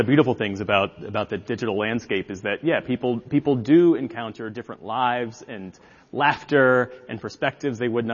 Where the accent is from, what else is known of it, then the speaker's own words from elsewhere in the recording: Voorhees, New Jersey, United States; So my identity was very much as a result of growing up in Voorhees, New Jersey